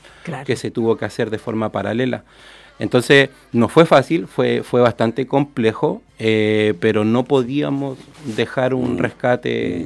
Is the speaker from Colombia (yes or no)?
no; Chile; Es probable que el desarrollo de nosotros como chilenos esté en un estándar mejor